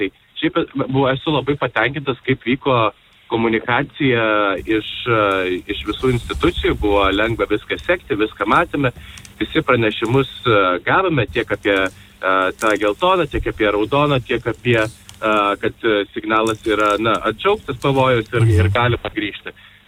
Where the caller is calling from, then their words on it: Vilnius, Vilnius County, Lithuania; esame vilniečiai